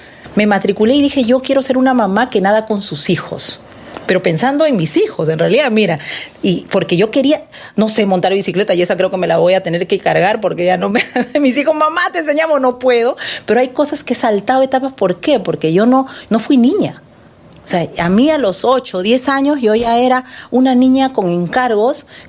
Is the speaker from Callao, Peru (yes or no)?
no; Ancash, Peru; Yo vengo de una familia de Ancash, pero no de una familia pues de profesionales o de gente de la ciudad, ¿no? Yo vengo de una familia de La Puna, ¿no?, de 4.000 metros de altura, gente dedicada a la agricultura